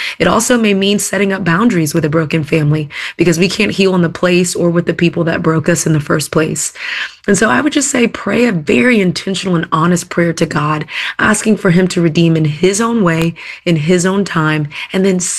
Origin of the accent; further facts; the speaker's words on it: Texas, United States; now in Atlanta, United States; I'm from Texas originally and I moved to Atlanta, Georgia, maybe 14 years ago.